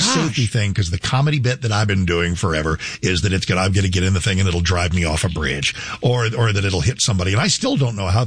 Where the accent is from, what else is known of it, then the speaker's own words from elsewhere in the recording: Texas, United States; I said, please, I'm from Texas. I'm a man.